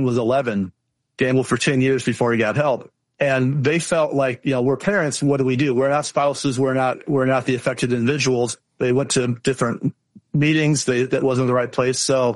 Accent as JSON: {"language": "English", "region": "Illinois", "country": "United States", "tie": "born there", "also_born_or_lived": "Michigan", "said": "Actually, I was born in Illinois. I've been kind of bounced around the country. I lived in Michigan most recently for about 25 years and made my way back to Illinois about 4 years ago"}